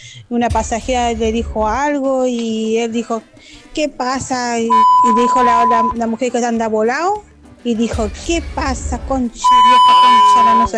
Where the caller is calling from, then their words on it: Chile; de Santa Julia.